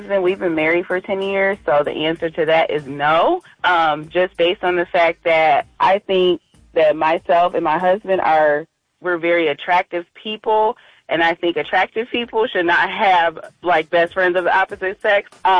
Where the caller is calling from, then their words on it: Flint, Michigan, United States; I'm calling from Flint, Michigan